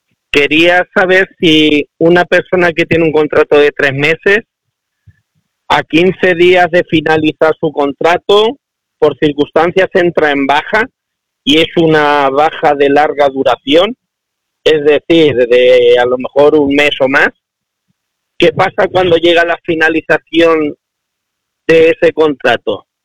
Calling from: Madrid, Community of Madrid, Spain; de Madrid.

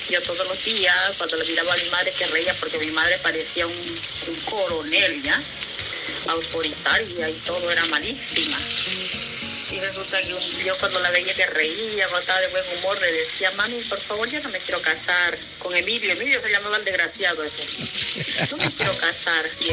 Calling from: Bolivia; soy de Bolivia

